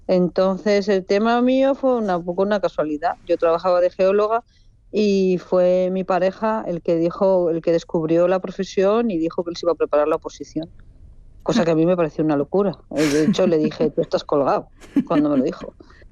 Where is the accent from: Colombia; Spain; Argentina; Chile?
Spain; Zamora, Castile and León; now in La Gomera, Spain; yo soy de Zamora.